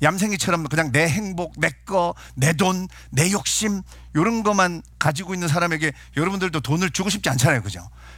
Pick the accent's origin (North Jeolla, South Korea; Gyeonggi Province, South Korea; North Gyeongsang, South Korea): North Gyeongsang, South Korea; Sangju; moved away; 제 고향이 경북 상주예요.